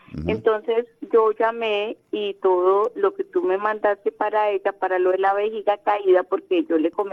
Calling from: Medellín, Antioquia, Colombia; Mi mamá vive en Mariquita, Tolima, pero yo vivo en Medellín.

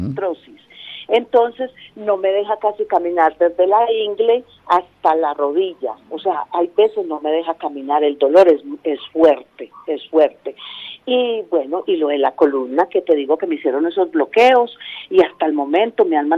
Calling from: Sabaneta, Antioquia, Colombia; Sí, vivo en Sabaneta.

